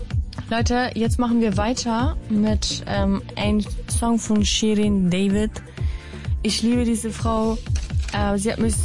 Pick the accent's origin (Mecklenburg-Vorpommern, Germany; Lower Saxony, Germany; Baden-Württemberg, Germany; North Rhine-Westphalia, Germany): North Rhine-Westphalia, Germany; Solingen; moved away; Ich habe in Solingen gewohnt. Ich bin da ja mäßig aufgewachsen.